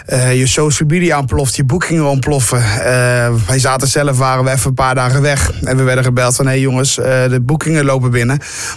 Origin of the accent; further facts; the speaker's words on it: Veenendaal, Utrecht, Netherlands; Ik zeg, maar ik kom gewoon lekker uit Veenendaal, uit de provincie Utrecht. En daar blijf ik bij.